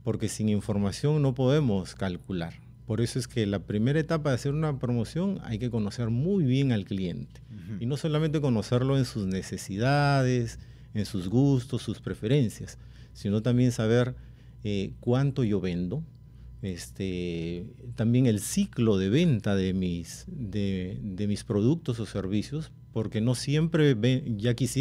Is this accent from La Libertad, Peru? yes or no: no; Talara, Piura, Peru; Mi tierra. Soy nacido en Talara, Piura.